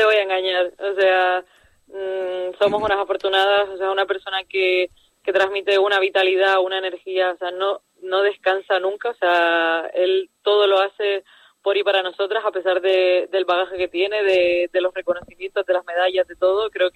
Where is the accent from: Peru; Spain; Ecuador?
Spain; Canary Islands; moved away as an adult; also born or lived in Hong Kong; nací y crecí en Gran Canaria